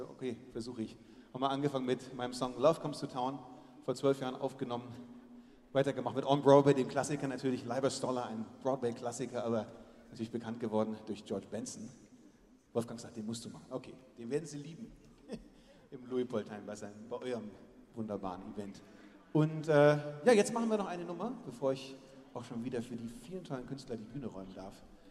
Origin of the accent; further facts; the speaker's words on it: Erlangen, Bavaria, Germany; also born or lived in Nuremberg; so viele Menschen in meiner Heimat Franken. Ich bin zwar ein Erlanger, aber ich habe auch in Nürnberg gelebt. 10 Jahre habe ich hier gelebt